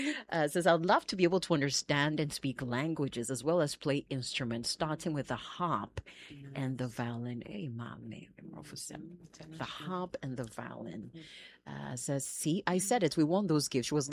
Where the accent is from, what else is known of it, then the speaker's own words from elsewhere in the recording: Dansoman, Greater Accra, Ghana; So I grew up in Dansoman.